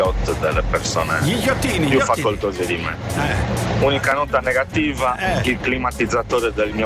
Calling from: Carbonia, Sardinia, Italy; ecco. Sono di Carbonia sul Sardegna.

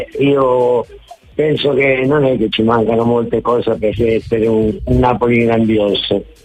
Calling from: Argentina; Io sono argentino

